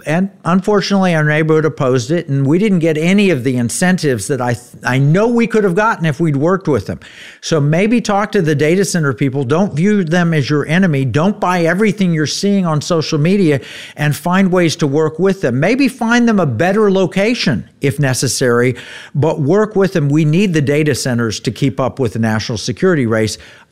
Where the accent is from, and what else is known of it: Tulsa, Oklahoma, United States; born there